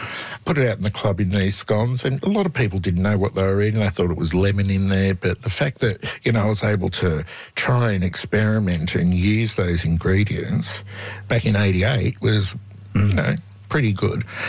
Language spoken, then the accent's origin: English; Wollongong, New South Wales, Australia; I'm a Bundjalung man, which is the northern rivers of New South Wales, but I grew up in Wollongong on Thurrawul country, and that's me.